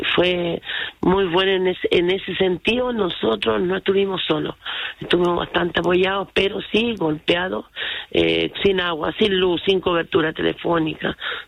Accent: Chile; En Quilitapia, mi pueblo

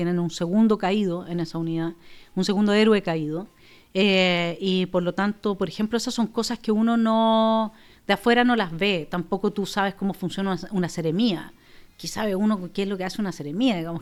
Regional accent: Araucanía, Chile; yo soy de la Araucanía, por lo tanto, para mí es mi casa. Es donde yo crecí, es donde tuve a mis hijos, donde me casé, donde viven mis hermanos

